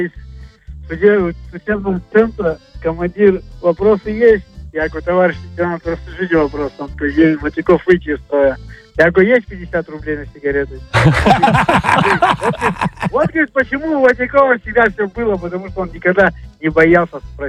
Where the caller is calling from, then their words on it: Kirov, Kirov Oblast, Russia; Из Кирова.